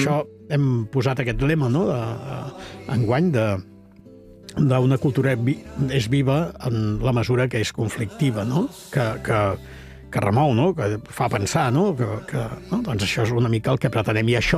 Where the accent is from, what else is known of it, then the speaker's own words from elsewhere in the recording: Catalonia, Spain; Sant Jaume de Frontanyà, la meva comarca